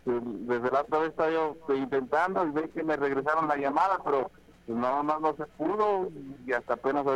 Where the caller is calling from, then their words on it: Perote, Veracruz, Mexico; De Perote, Veracruz.